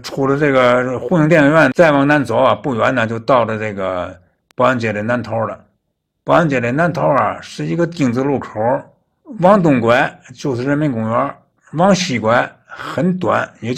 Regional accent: Tianjin, China; 我呢，现在对钱德庄西南楼一带的感情啊，已经早超过了对这个我出生地西工厂那一带的感情了

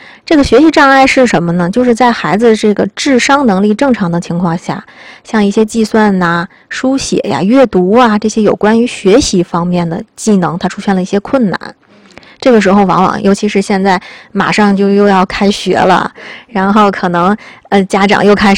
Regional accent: Tianjin, China; 咱们天津人有的时候说爱接下茬儿啊

